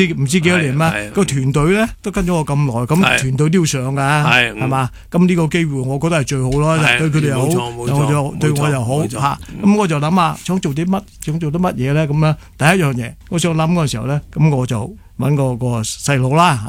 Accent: Hong Kong; 我系香港土生土长嘅人啦。我成长过程，好多人咧，香港帮咗我嘅。

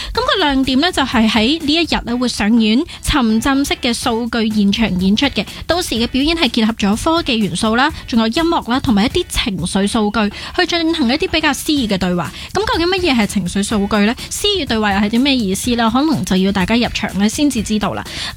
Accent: Hong Kong; 我哋香港人

